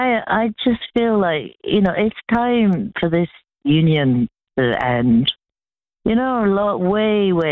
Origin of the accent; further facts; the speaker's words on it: Scotland, United Kingdom; born there; now in Edinburgh, United Kingdom; And I've lived here. Well, I'm not from Scotland originally, but I feel Scottish because I've lived here most of my life.